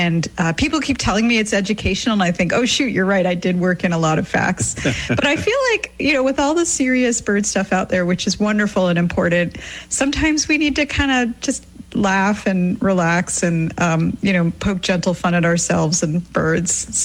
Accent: Canada; now in United States; So I grew up in Canada, and in Canada, we say that white-throated sparrows say, oh, sweet Canada. And then I moved to the States, and you all say Old Sam Peabody.

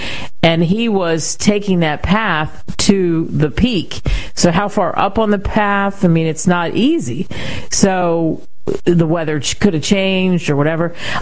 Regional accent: Northeast, United States; moved away; I grew up in the Northeast.

